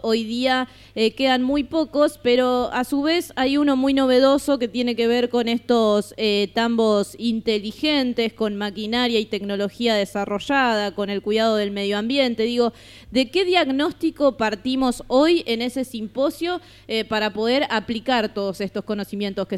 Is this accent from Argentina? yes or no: yes; San Jerónimo Norte, Santa Fe, Argentina; Yo particularmente soy de San Jerónimo Norte, un lugar que llegó a tener más de 150 tambos en algún momento. Hoy día quedan muy pocos